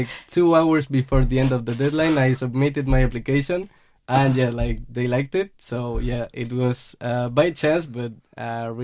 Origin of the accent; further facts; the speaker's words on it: Seville, Andalusia, Spain; English is a second language; moved away as an adult; now in Austria; I come from Sevilla in the south of Spain, and I've been here living in Austria, specifically in Tyrol, for the last 2 years because I was doing a master in organization of events.